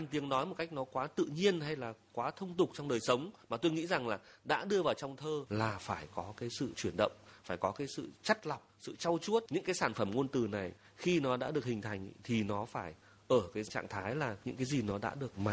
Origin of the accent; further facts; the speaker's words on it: Ha Dong, Hanoi, Vietnam; tôi lại sinh ra và lớn lên ở thị xã Hà Đông, là một cái không gian mà nó cũng nửa quê, nửa phố, mà là cũng là một cái vùng tiêu biểu giao thoa giữa những cái vùng văn hóa của xứ Đoài và xứ Sơn Nam Thượng, và cận kề đó là Thăng Long.